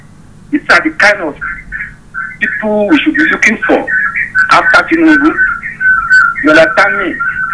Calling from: Jos, Plateau, Nigeria; I'm calling from Jos Plateau, Nigeria.

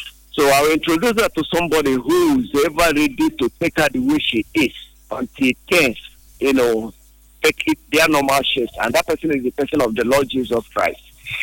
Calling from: Port Harcourt, Rivers, Nigeria; from Port Harcourt.

